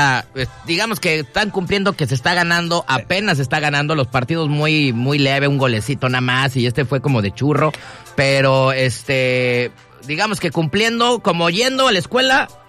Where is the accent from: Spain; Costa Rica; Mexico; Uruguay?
Mexico; claro que soy mexicano